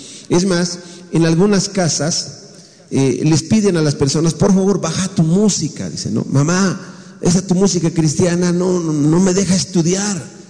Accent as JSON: {"language": "Spanish", "country": "Bolivia", "said": "nosotros como bolivianos"}